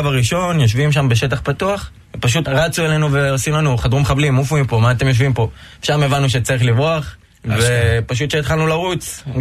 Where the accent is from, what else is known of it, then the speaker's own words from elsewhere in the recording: Petah Tikva, Central District, Israel; אני מפתח תקווה